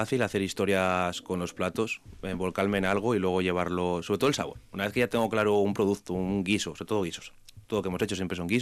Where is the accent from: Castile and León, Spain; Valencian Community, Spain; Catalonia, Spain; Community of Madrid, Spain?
Castile and León, Spain; Zamora; moved away; Yo vengo de Zamora por cuestión de trabajo de mis padres